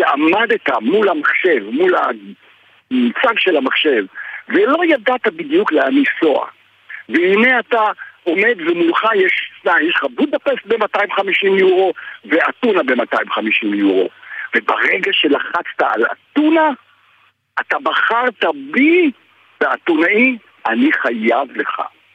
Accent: Greece; אם לא הייתי יווני, הייתי נעלב.

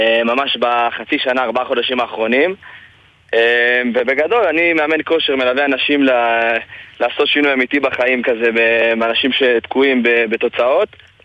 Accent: Jerusalem, Jerusalem District, Israel; אני מירושלים.

